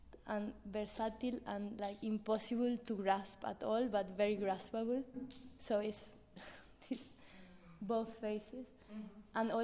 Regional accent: Argentina; English is a second language; I'm a ceramist. I'm here. I'm from Argentina, and I would like to meet you.

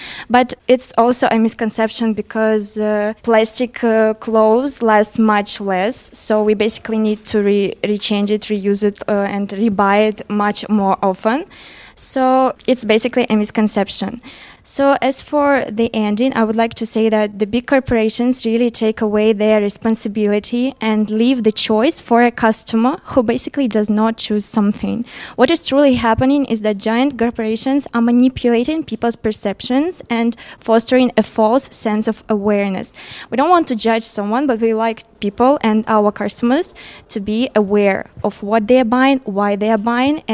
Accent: Russia; English is a second language; Hi everyone … I'm from Russia, and I would like to continue this topic.

